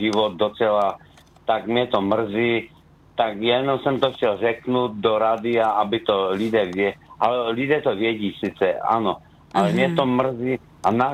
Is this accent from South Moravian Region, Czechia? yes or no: no; Skotnice, Moravian-Silesian Region, Czechia; Že jsem ze Skotnice …